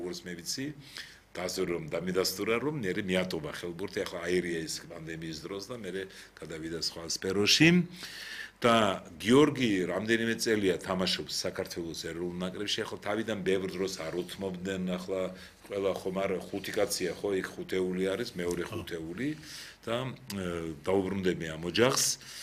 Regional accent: Sukhumi, Abkhazia, Georgia; moved away; მე სოხუმელი ვარ თვითონ

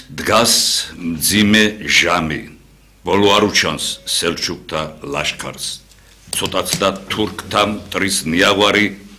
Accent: Gori, Shida Kartli, Georgia; რამდენადაც გორიდან ვარ და გორი მეამაყება, რომ ერთ-ერთი ულამაზესი კუთხეა და ქართლული თავისი კოლორიტით

